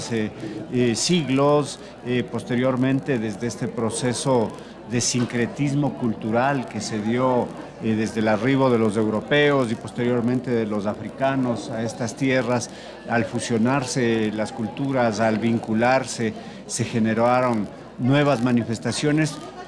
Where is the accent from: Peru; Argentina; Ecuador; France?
Ecuador; nosotros como ecuatorianos.